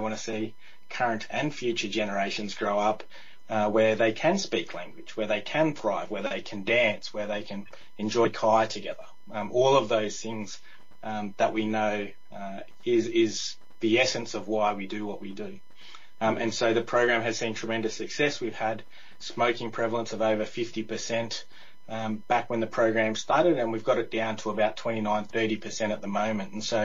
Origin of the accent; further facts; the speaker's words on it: Milne Bay Province, Papua New Guinea; now in Canberra, Australia; I come from the Bargamani and Modua clan in Papua New Guinea, a little island called Bonabona, so a long way east, actually, of the Torres Strait, southeast tip of Papua New Guinea.